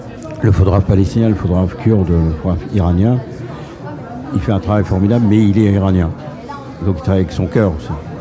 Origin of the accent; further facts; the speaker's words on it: France; Moi, je suis français, je viens de France.